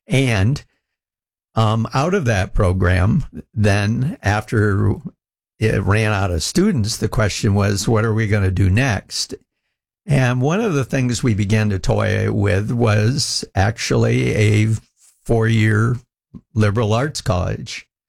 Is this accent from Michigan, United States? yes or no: yes; Michigan, United States; Growing up, I grew up in Michigan